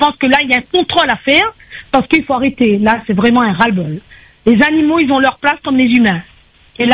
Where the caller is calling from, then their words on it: Sainte-Marie, Réunion; À Sainte-Marie, dans les Hauts, oui. Je suis à Flacourt.